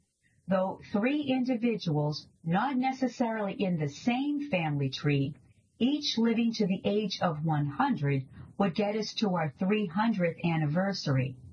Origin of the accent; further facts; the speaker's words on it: Athol, Massachusetts, United States; also born or lived in New Haven; now in Newburyport, United States; I was born in 1943 in New Haven in the midst of World War II, while my father was undergoing U.S. Navy training at Yale University. I grew up in Athol and eventually settled in Newburyport, where we've lived for the past 53 years.